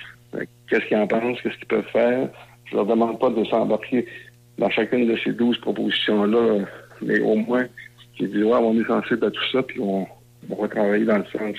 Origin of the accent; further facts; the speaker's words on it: Squatec, Quebec, Canada; dans notre village, mon village natal, à Squatec